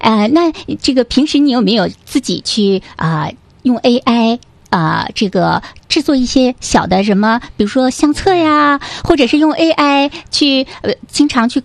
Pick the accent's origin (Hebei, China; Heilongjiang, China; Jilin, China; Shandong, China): Jilin, China; 我们吉林人